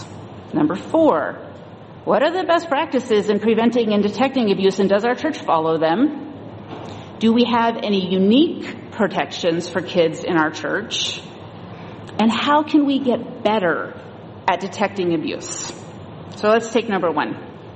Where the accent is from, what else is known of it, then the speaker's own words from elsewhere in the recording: Modesto, California, United States; My hometown newspaper, the Modesto Bee, ran a story about the church where I grew up. I grew up outside of the LDS church